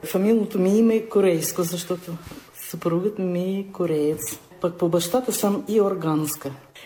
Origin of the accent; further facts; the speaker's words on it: Zaporizhzhia Oblast, Ukraine; Аз съм таврийска българка. Ние сме преселени в 1860-те години на поминалия век. Компактно живеем им. Таврийските българи, това е Запорожка област, Мелитополски район, Бердянски, Приазовски, до морето.